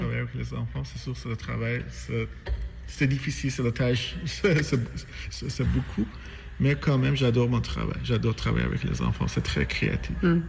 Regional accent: Iran; French is a second language; moved away; also born or lived in Moscow; je suis né en Iran.

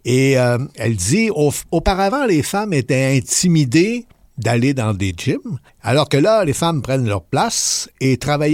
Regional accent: Atlantic Canada, Canada; chez nous en Atlantique

